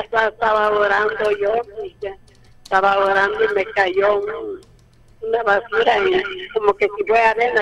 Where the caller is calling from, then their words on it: Chalchuapa, Santa Ana, El Salvador; Yo soy de aquí en la Villa de San Roque, Colonia Villa de San Roque